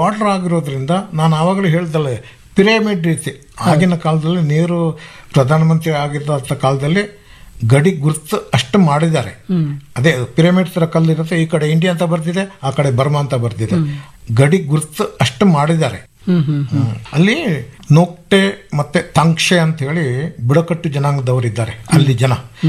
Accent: Kodagu, Karnataka, India; ನಾವು ಕೊಡಗಿನಲ್ಲಿ ಕಾಡಲ್ಲಿ ಬೆಳೆದವರು

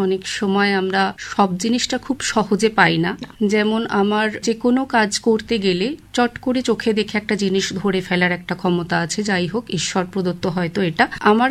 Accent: Howrah, West Bengal, India; আমার বাবা চাকরি করতেন ন্যাশনাল জুট মিলে, যেটা হাওড়া বাণীপুরে আছে। আমি মিলের কোয়ার্টারে থাকতাম, যেহেতু একদম ছোট থেকেই কোয়ার্টারের মধ্যে থাকার ফলে মিলের ভিতরটা আমি খুব ভালো করে দেখেছি। ওখানেই আমার বেড়ে ওঠা।

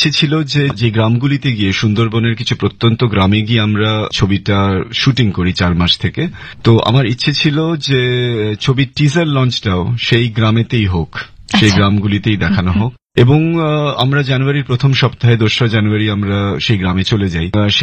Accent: Durgapur, West Bengal, India; আমি দুর্গাপুরে Saint Xavier স্কুলে পড়াশোনা করেছি, সেখানেই আমার জন্ম দুর্গাপুরে

